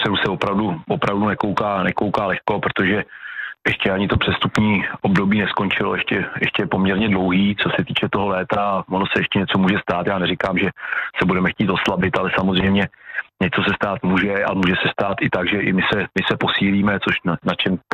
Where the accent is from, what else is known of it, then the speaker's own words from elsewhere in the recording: Prague, Czechia; když jsem byl, řeknu, malý, tak jsem původem z Prahy, tak jsem na Spartu s tátou chodil často